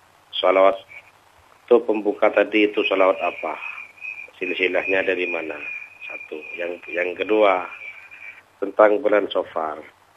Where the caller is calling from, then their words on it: Situbondo, East Java, Indonesia; Situbondo